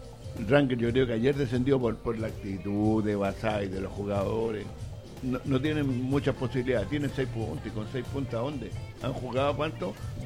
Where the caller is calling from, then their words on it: Valparaíso, Chile; Como porteño.